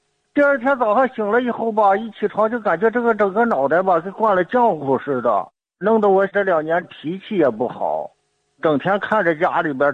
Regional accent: Hebei, China; 我今年我70岁了。我家是河北的

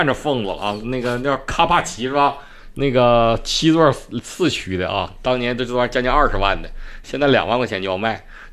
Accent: Northeast China, China; accent: Northeastern; 就是我们东北话缝了

